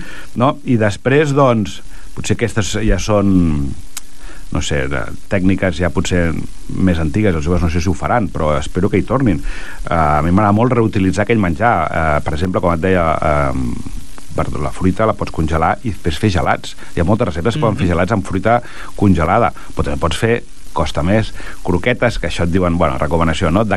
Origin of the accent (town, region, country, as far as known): Vilassar de Mar, Catalonia, Spain